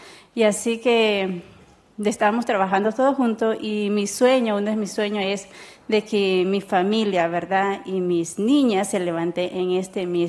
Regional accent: Venezuela; now in Bolivia; Soy de Venezuela y soy médico misionera acá en Bolivia, en el Canal 23.

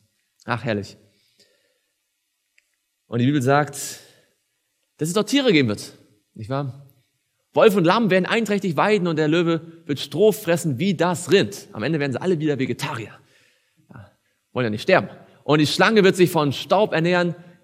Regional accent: Stuttgart, Baden-Württemberg, Germany; Ich komme ja aus Stuttgart, da gibt es ganz berühmte Weinberge, nicht wahr?

